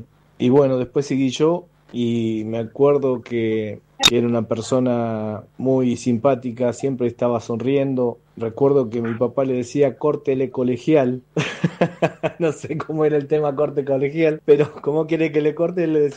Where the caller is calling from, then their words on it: Cipolletti, Río Negro, Argentina; de Cipolletti.